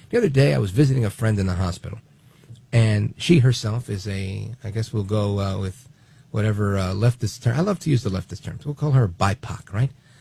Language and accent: English; Brooklyn, New York, United States; born there; my parents are from Puerto Rico. I was born in Brooklyn, but we have one big, happy Puerto Rican family.